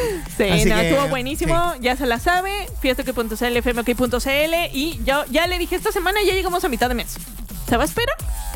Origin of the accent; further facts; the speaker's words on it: Mexico; Además tengo familia ya, como buena mexicana.